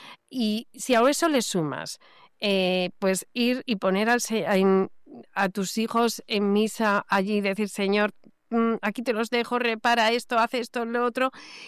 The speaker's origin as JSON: {"language": "Spanish", "country": "Spain"}